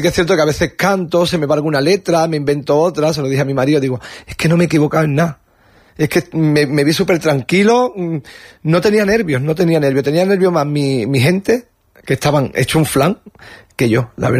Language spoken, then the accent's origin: Spanish; Vélez-Málaga, Andalusia, Spain; born or raised there